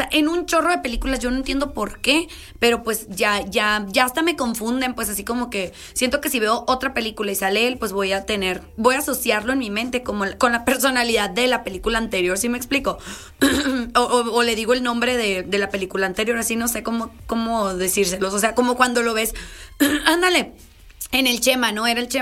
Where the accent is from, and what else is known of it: Mexico